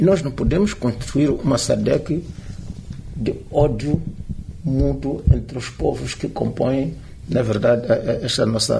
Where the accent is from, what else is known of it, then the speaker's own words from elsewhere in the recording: Mozambique; nós como moçambicanos